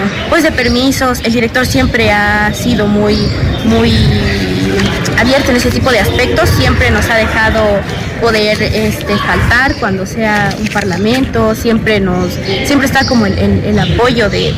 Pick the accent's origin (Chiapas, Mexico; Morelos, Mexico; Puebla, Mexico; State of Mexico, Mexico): Chiapas, Mexico; San Cristóbal de las Casas; soy de San Cristóbal de las Casas, Chiapas. Estudio en la Facultad, en la Benemérita Universidad Autónoma de Chiapas. Tengo 21 años de edad.